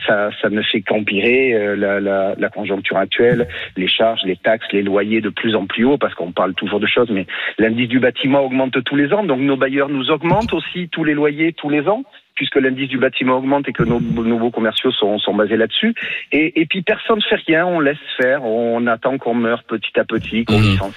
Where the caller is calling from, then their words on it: Bordeaux, Nouvelle-Aquitaine, France; je suis sur Bordeaux aussi